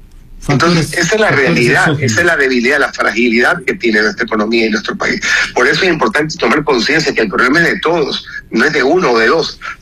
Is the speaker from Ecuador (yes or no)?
yes; Ecuador; Tenemos que tratar de ser como ecuatorianos unidos y ver cómo sacamos juntos este país.